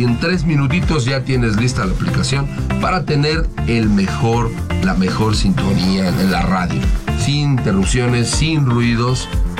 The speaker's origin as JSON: {"language": "Spanish", "country": "Mexico", "said": "Todos los que somos mexicanos, estamos muy contentos por esta celebración."}